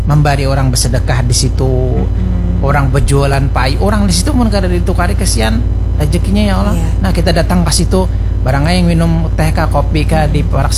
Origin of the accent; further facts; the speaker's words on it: South Kalimantan, Indonesia; kebiasaan orang kita Banjar ini kan inya Bu Ay, kayak istilahnya aku najar